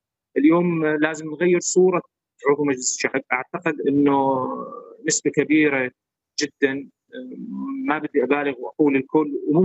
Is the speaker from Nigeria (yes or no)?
no; Syria; عندنا في سوريا